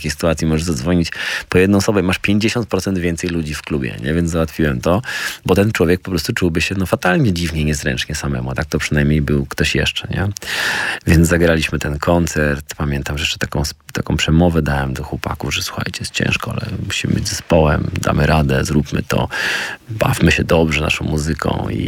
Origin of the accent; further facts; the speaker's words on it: Zielona Góra, Lubusz Voivodeship, Poland; moved away; pojechaliśmy do Zielonej Góry i tam pamiętam właśnie moje rodzinne miasto.